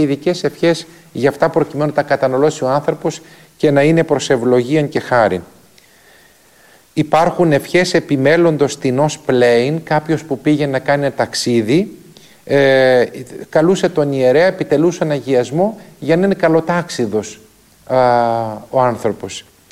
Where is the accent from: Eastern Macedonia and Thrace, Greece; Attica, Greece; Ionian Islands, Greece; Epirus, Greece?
Eastern Macedonia and Thrace, Greece; Soufli; ενθυμούμε και στην πατρίδα μου τη Θράκη και στον Εύρο, στο Σουφλί που είχαν όλα αυτά τα μεταξωτά